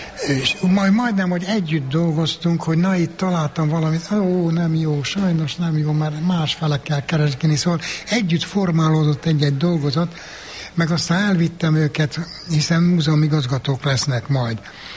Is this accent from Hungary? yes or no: no; Székely Land, Romania; Én székely vagyok, a legkeletibb magyar törzs egyik törzsökös tabja, amióta apám, anyám visszaemlékszik, és magam is, mind ott nőttünk fel, és odavalók vagyunk.